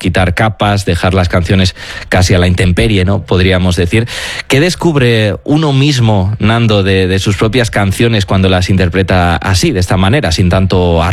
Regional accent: Basque Country, Spain; y somos vecinos, los cántabros y los vascos

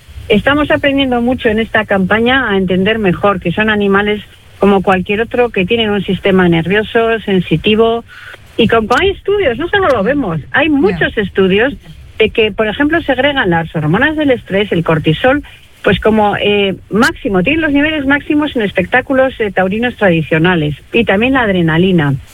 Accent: Getxo, Basque Country, Spain; born or raised there

